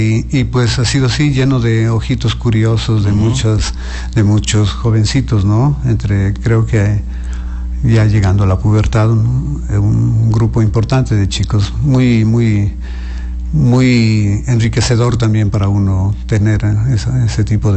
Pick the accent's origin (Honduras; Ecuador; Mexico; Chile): Ecuador; Yo soy ecuatoriano.